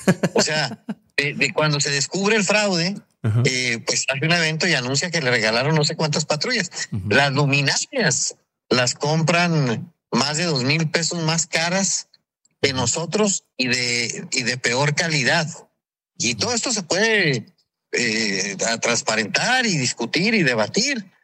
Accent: Chihuahua, Mexico; pero pues como buen chihuahuense no somos dejados.

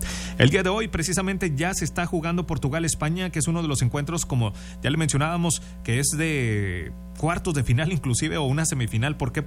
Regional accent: Mexico; Y como buenos mexicanos hay que saber perder con la frente en alto.

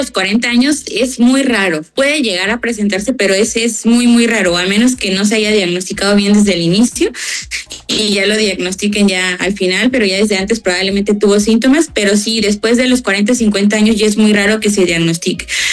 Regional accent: Mexico; mexicanos en general

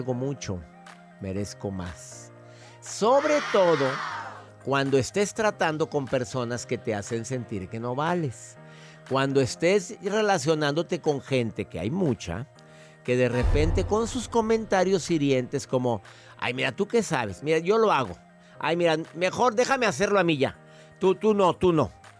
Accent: Mexico

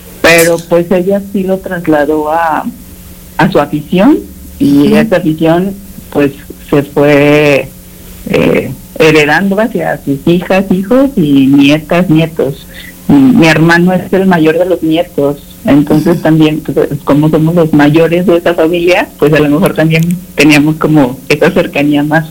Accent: León, Guanajuato, Mexico; born there; soy nacida en León, entonces en León la afición por el fútbol es así como una exageración

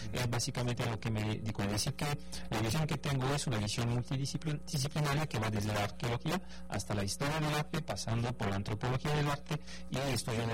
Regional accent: Nuevo León, Mexico; de vestigios culturales que vale mucho la pena conocer para forjar un poquito mejor nuestra identidad como regios y personas del noreste de México.

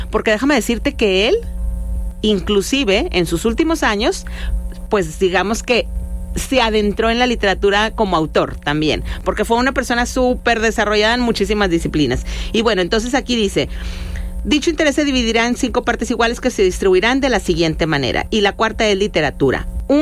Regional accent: Mexico

